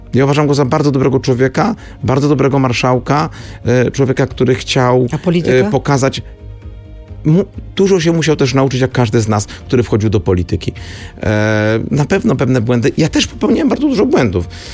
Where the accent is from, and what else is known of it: Kraków, Lesser Poland, Poland